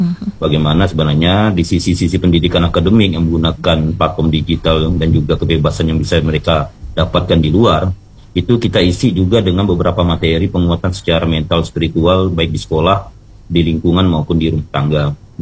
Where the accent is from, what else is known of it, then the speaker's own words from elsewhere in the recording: Sanggau, West Kalimantan, Indonesia; kita orang Sanggau